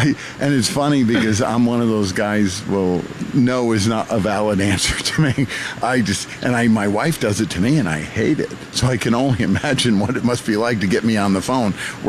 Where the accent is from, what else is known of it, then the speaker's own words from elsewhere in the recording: Woodstock, New York, United States; I grew up in Woodstock.